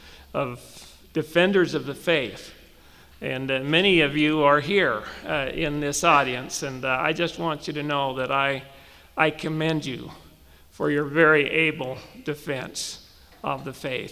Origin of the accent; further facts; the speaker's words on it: Ephraim, Utah, United States; Growing up in Ephraim and Sanpete County, I was acquainted, and then only casually, with four non-Mormons, two of whom subsequently converted.